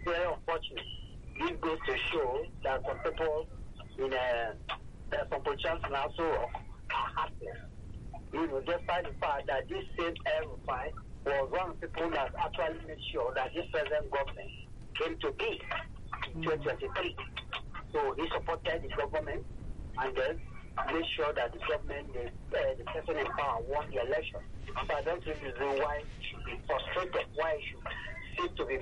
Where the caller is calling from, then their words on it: Abaranje, Ikotun, Lagos, Nigeria; I'm calling from Abaranje, Nikotum.